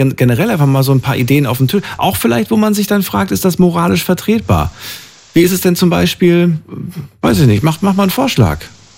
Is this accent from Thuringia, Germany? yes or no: yes; Thuringia, Germany; born there; Ich bin in Thüringen geboren, das war früher so.